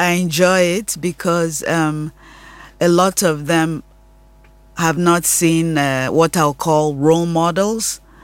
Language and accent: English; Nigeria; moved away as an adult; now in United States and Nigeria; Yes, I grew up in Nigeria until about 30 years old.